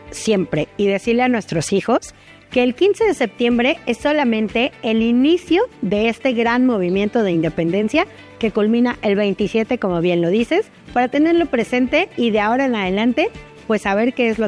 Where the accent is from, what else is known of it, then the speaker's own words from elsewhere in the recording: Mexico; en cada zócalo y ciudad de nuestra República Mexicana hubo fiesta